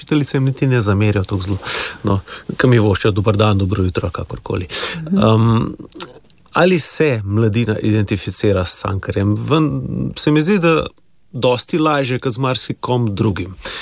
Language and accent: Slovenian; Borovnica, Central Slovenia, Slovenia; born there; Rad rečem, da sem vrhniški občan bil od rojstva, pa se je nekoč odločil vršenčani, da coklarjo namarajo, pa so nas vrgli ven iz občine, imamo svojo občino danes, jaz sem iz Borunice.